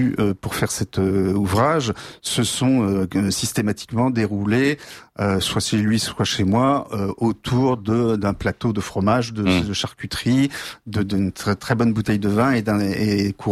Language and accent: French; France; nous autres Français